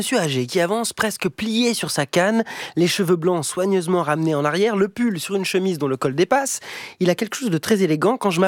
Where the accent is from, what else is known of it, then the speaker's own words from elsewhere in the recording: Caen, Normandy, France; Je vous emmène chez moi en Normandie, je marche dans les rues de Caen.